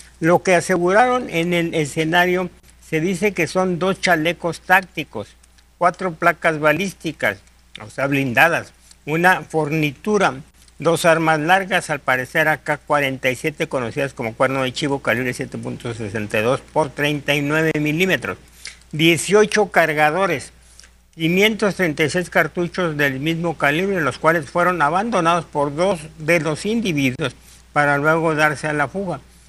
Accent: Tayoltita, Durango, Mexico; Habitantes del mineral de Tayoltita, o sea, mi tierra

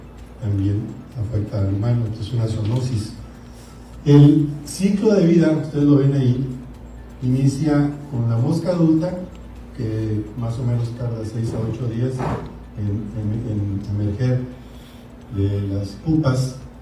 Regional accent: Chihuahua, Mexico; estoy aquí en esta región de mi tierra. Yo soy nativo de Chihuahua, originario de Chihuahua

